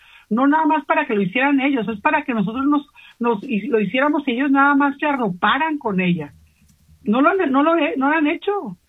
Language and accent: Spanish; Sinaloa, Mexico; así somos los sinaloenses